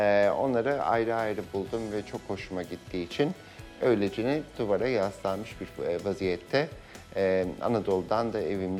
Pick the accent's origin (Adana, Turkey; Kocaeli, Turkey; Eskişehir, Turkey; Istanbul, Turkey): Istanbul, Turkey; Mesela ben Büyükada'dan çok bahsediyorum ve çok seviyorum. Çocukluğum orada geçti.